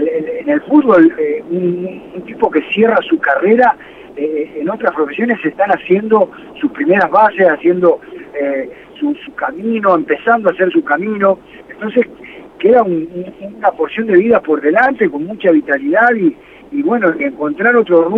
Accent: Lima, Buenos Aires Province, Argentina; born or raised there

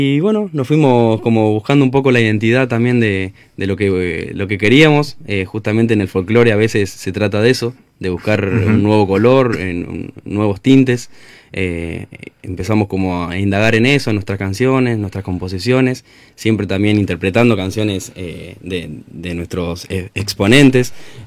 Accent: Villa Lía, Buenos Aires Province, Argentina; moved away as an adult; now in San Antonio de Areco, Argentina; viví hasta los 19 en Villa Lía y después me fui a vivir a Areco. Que es a 20 kilómetros nada más.

